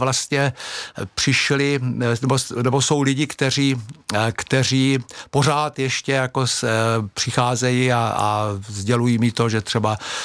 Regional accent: Brno, South Moravian Region, Czechia; od malička, od narození žiji v Brně, pracuji v Brně

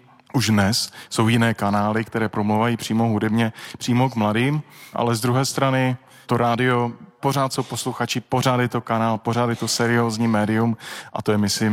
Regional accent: Ostrava, Moravian-Silesian Region, Czechia; Já jsem rodák z Ostravy.

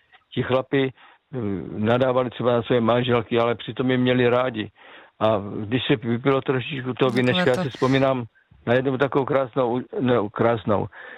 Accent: Žeravice, South Moravian Region, Czechia; Já pocházím z Moravskoslovácka, to jsem už několikrát říkal, z městečka Žeravice se to jmenuje, mezi Kyjovem a Vzencem. Já jsem se narodil a tam prostě na té, ono to bylo městečko

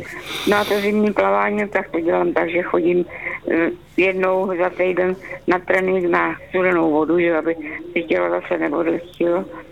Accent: Brno, South Moravian Region, Czechia; my jsme teda Brňáci, že pak jsme se přestěhovali do světa.

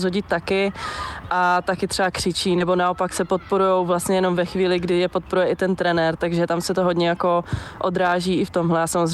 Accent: Moravia, Czechia; moved away; já jsem vlastně původně z Moravy

